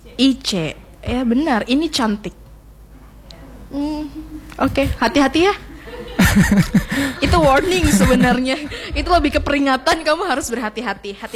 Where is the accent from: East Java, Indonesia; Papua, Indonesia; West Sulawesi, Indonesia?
West Sulawesi, Indonesia; Polewali Mandar; Saya orang Polman, saya bangga.